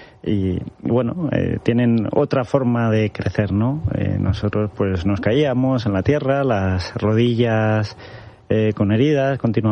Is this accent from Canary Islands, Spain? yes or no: no; Collado Villalba, Community of Madrid, Spain; básicamente crecí en Villalba, que es un pueblo de la Sierra de Madrid, que muchos conoceréis. Fui en colegio público, como tantos otros.